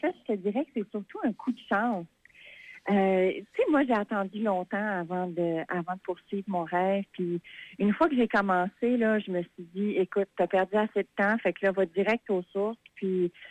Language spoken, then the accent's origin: French; Tracadie, New Brunswick, Canada; now in Fredericton, Canada; Oui, je suis native de Tracadie